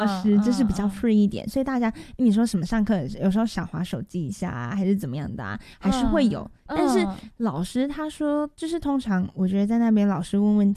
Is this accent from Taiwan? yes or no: yes; Taiwan; 对，我们都是台湾人不同的